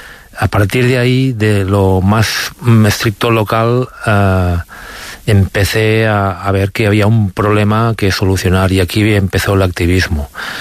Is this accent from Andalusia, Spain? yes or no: no; Sant Sadurní d'Anoia, Catalonia, Spain; Yo, por ejemplo, en mi pueblo, es un pueblo que está rodeado de viñedos, San Sadurní de Anoia